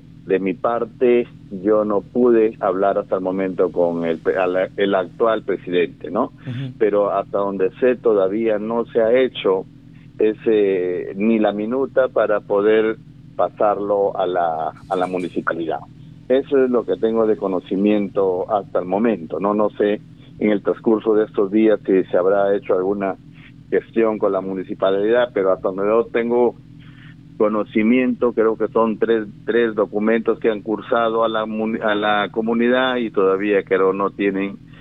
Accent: Olmos, Lambayeque, Peru; mi pueblo de Olmos

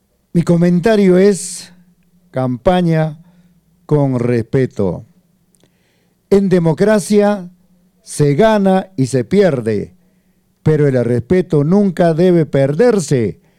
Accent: Peru; al final todos seguimos siendo peruanos

